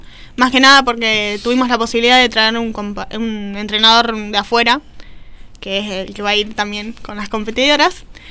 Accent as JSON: {"language": "Spanish", "region": "Buenos Aires", "country": "Argentina", "said": "los dos somos de Buenos Aires"}